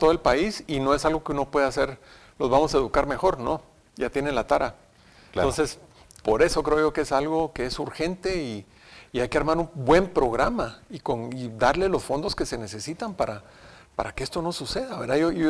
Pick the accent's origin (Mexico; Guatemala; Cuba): Guatemala